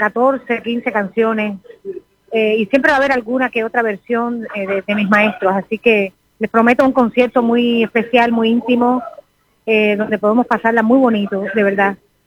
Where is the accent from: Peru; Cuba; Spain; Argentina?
Cuba; soy realmente cubana española, aunque mis raíces sobre todo son cubanas, sin duda